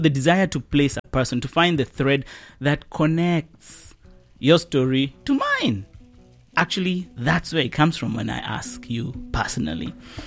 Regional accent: Kenya; now in Vancouver, Canada; But growing up in Kenya, never.

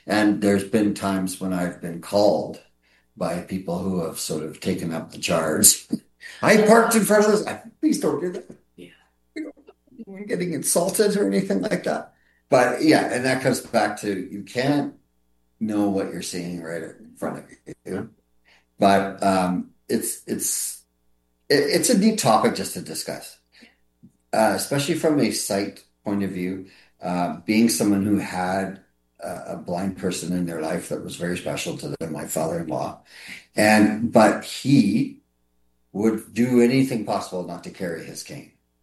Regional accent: Alberta, Canada; now in Richmond, Canada; It was a new city because I came from Alberta. I didn't know Richmond that well.

